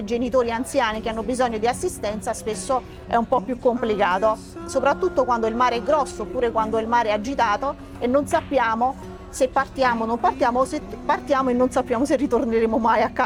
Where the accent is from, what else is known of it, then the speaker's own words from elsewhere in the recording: Procida, Campania, Italy; Ho avuto una breve esperienza anche a Roma, però poi ho deciso di ritornare nella mia terra. E quando ho deciso di ritornare nella mia terra, dovevo mettere in conto che il mio percorso, per raggiungere il lavoro doveva includere anche una strada diversa, quella del mare. E quindi, quando sono ritornata a Procida